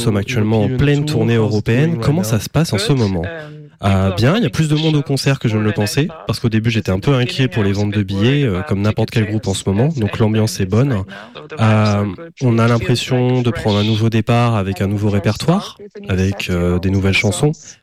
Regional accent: Switzerland; Déjà, on est Suisse, donc c'est là que nous avons le plus de liens.

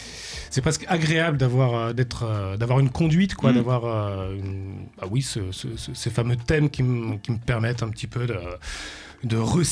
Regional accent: Saint-Étienne, Auvergne-Rhône-Alpes, France; moved away as an adult; now in Clermont-Ferrand, France; non, je suis pas auvergnat. Je suis pas très loin. ouais, je suis stéphanois.

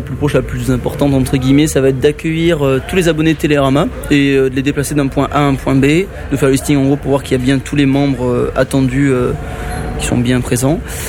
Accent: Montcuq, Occitanie, France; De base, je suis de Montcuq

